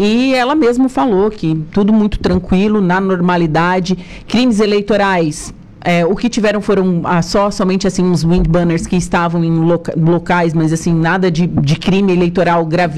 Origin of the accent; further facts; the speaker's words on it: Rio Grande do Sul, Brazil; also born or lived in Sombrio, Santa Catarina; eu sou do extremo sul de Santa Catarina. Eu sou do litoral norte do Rio Grande do Sul, fica muito próximo ali, no município de Passo de Torres, São João do Sul, Praia Grande. Então é a região que eu já conheço, morei 6 anos em Sombrio.